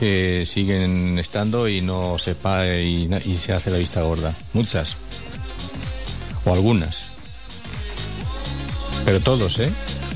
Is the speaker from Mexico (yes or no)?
no; Spain; yo soy español, español